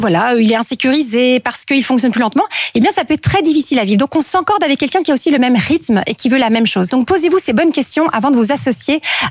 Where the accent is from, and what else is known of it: Belgium